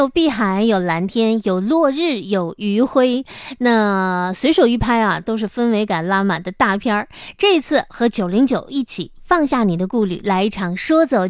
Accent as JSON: {"language": "Chinese", "region": "Northeast China", "country": "China", "said": "这真的是独属于我们东北人出境游的福利。"}